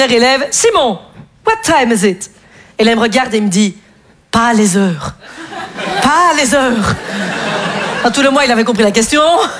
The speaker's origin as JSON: {"language": "French", "country": "Belgium", "said": "moi, je suis contre le réchauffement climatique, mais c'est facile parce que je suis belge, vous voyez."}